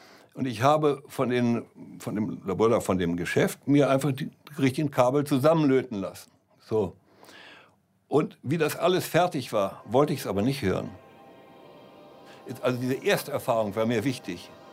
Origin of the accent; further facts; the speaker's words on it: Brazil; also born or lived in Hamburg; Ich bin in Brasilien aufgewachsen